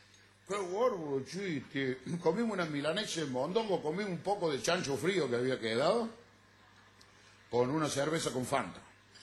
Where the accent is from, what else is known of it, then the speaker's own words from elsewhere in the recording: Cruz del Eje, Córdoba, Argentina; born there; now in Córdoba, Argentina; saben que … que soy de la República Argentina, de Córdoba exactamente, de la ciudad de Cruz del Este.